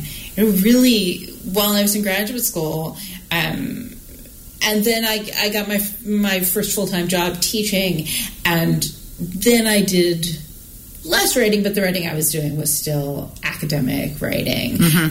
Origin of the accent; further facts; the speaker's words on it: Maryland, United States; moved away as an adult; also born or lived in Virginia / Delaware; I was born in Maryland, and I lived there until I went to college.